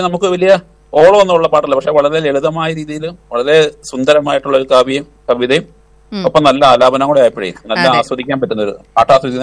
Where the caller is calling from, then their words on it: Palakkad, Kerala, India; പാലക്കാട് നിന്നാണ്.